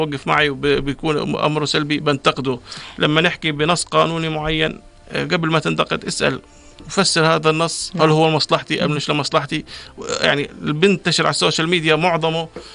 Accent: Jordan; انا مواطن اردني

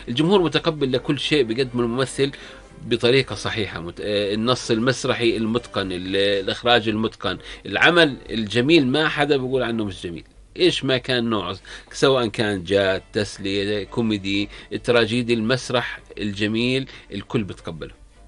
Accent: Jordan; الموجود عندنا في الأردن

